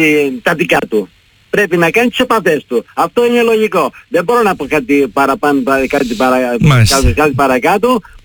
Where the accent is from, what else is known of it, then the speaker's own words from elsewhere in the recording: Skepasto, Greece; να πω όμως και δύο λόγια για το χωριό μου.